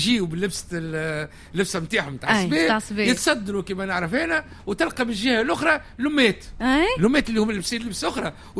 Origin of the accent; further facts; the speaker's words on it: Tunisia; وإحنا عندنا في تونس كل عروسة عندها لبستها